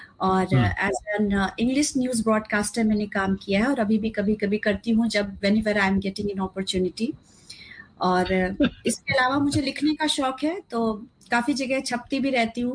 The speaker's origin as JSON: {"language": "Hindi", "region": "Hindi belt", "country": "India", "first_language": "Hindi", "said": "क्योंकि मैं हिंदी बेल्ट की हूँ तो हिंदी डेफिनेटली मेरी मातृभाषा है।"}